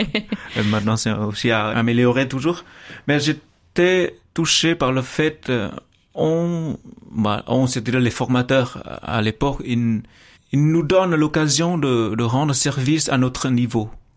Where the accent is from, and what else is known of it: Vietnam; French is a second language; moved away as an adult; now in France